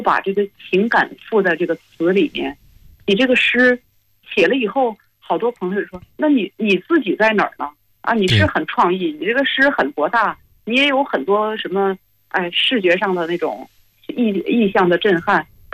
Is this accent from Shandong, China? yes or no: no; Baotou, Inner Mongolia, China; born there; moved away; also born or lived in Wuhan; 我从小在包头的时候，那时候在包头试卷大院里生活的时候，我父亲是一个就是理工知识分子